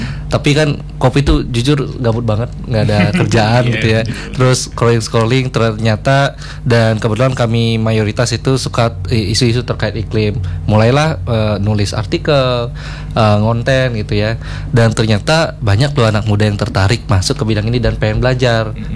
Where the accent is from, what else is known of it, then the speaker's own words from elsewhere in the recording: Buleleng, Bali, Indonesia; asli Buleleng juga